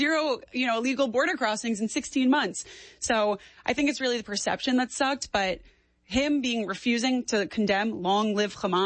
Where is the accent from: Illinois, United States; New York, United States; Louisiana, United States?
New York, United States; But I'm a New Yorker.